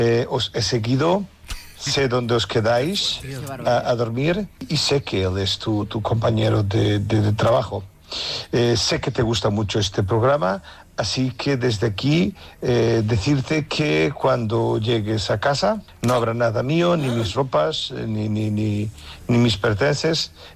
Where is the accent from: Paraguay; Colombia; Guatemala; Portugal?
Portugal; Spanish is a second language; Hola, buen día. … Soy portugués.